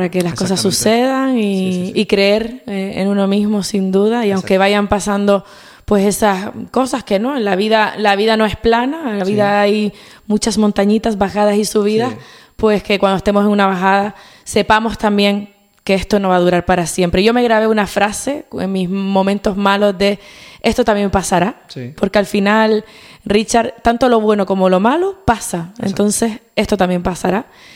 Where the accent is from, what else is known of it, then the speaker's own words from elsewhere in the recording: Canary Islands, Spain; Lo que decimos aquí el canario